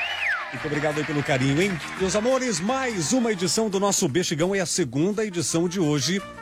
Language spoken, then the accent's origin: Portuguese; Maringá, Paraná, Brazil; Pedaço lindo desse Brasil, cidade que eu amo tanto, minha cidade natal.